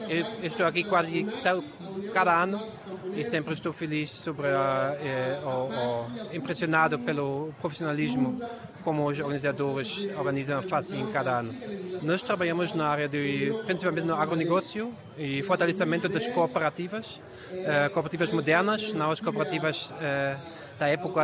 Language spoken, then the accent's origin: Portuguese; Germany; Portuguese is a second language; eu sou da Alemanha, venho de uma organização que se chama DGRW, uma ONG alemã